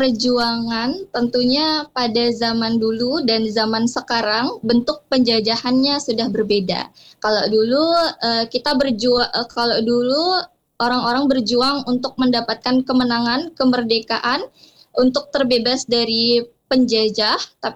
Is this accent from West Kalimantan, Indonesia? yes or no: yes; Sanggau, West Kalimantan, Indonesia; now in Pontianak, Indonesia; kebetulan saya juga mahasiswa yang bukan dari daerah saya sendiri, karena saya aslinya dari Kabupaten Sanggau.